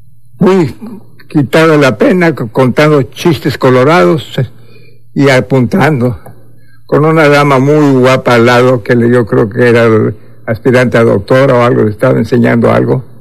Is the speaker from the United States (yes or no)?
no; Mexico; y no soy malinchista, soy más mexicano que las que los meros chiles de nogada.